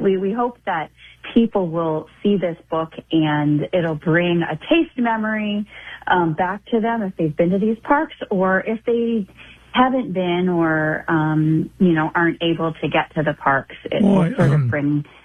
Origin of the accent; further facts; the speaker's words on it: Ohio, United States; moved away; I feel like I'm from Ohio originally